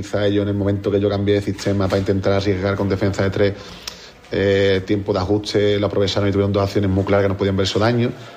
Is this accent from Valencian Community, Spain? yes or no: no; Jerez de la Frontera, Andalusia, Spain; me he sentido querido aquí en mi club, en mi tierra, y nada, me jode no haber podido, bueno, seguir a la eliminatoria e intentar ascender con el club de mi ciudad